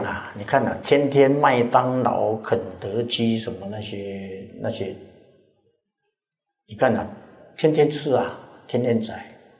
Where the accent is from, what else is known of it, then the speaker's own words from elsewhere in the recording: Taiwan; 所以我还是很怀念那个时候啊，来一些钱哇，我们是台湾来的啊，带一些钱呐